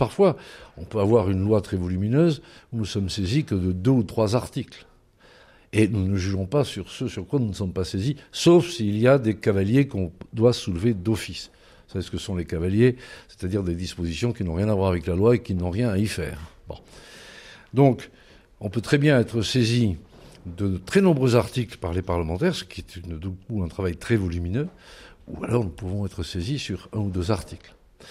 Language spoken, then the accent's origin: French; Rodez, Occitanie, France; moved away; je suis originaire d'encore plus près, de Rodez.